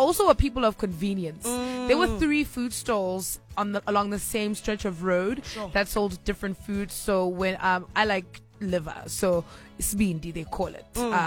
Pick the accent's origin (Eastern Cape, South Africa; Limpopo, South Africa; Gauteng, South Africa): Gauteng, South Africa; Soweto; I'm from Soweto, so I know what a small township yard is.